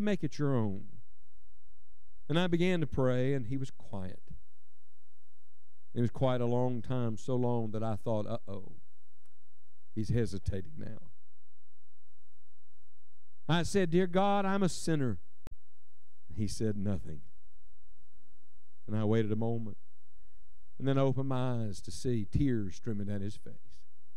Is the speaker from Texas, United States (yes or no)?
no; West Virginia, United States; he said, I understand you're from West Virginia. And I smiled and I said, I am.